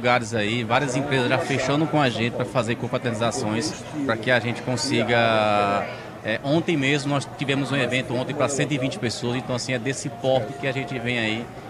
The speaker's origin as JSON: {"language": "Portuguese", "region": "Piauí", "country": "Brazil", "tie": "born or raised there", "moved": "yes", "lives_now": "Recife, Brazil", "said": "Eu sou natural do Piauí."}